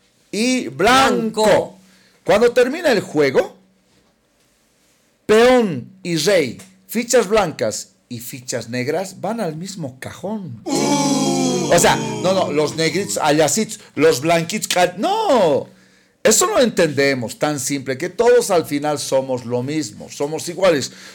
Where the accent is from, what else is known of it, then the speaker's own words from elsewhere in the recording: Bolivia; no abandono para nada mi nacionalidad, mi identidad, que soy boliviano